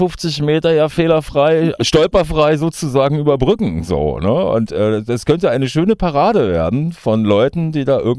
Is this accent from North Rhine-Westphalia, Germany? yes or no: yes; North Rhine-Westphalia, Germany; aber ich komme halt aus dem Ruhrpott, so, da habe ich ja auch ein Händchen früher